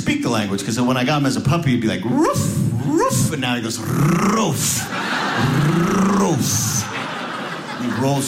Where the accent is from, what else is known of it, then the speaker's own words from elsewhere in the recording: San Francisco, California, United States; So a lot of you can tell I'm originally from San Francisco.